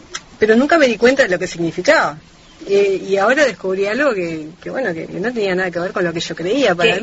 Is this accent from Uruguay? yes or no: yes; Artigas, Uruguay; yo soy de Artigas. Y bueno, quizás la audiencia no sabe, mi cultura brasilera está muy... O sea, es como que yo me siento más brasilera que uruguaya, de hecho.